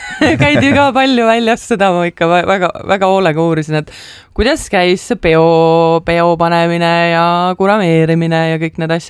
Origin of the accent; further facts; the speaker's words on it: Tallinn, Harju County, Estonia; Ma ise kasvasin Sõpruse puiesteel üles